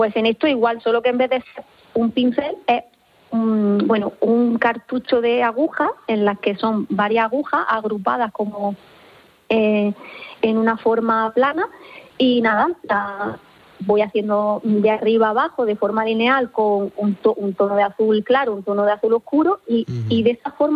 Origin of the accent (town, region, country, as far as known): Almería, Andalusia, Spain